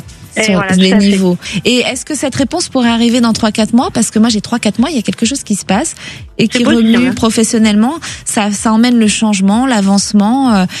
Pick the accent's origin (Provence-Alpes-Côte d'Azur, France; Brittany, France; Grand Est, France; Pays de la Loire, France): Provence-Alpes-Côte d'Azur, France; Antibes; moved away; 06, Antibes. Oh là là, qu'est-ce que je connais bien Antibes. J'y ai passé toute mon enfance.